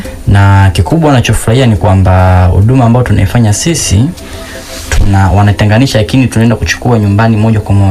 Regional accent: Bonyokwa, Dar es Salaam, Tanzania; lakini kwa mifumo ya kule kwetu Bonyokwa wameona huu ndio mfumo sahihi wa kufanyika kutokana na mandhari ya kule. Najua Bonyokwa ni mandhari ya milima panda shuka

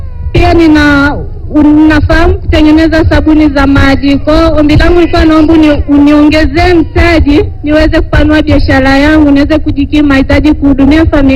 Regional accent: Nyamongo, Mara, Tanzania; nimetokea Nyamongo Tarime.

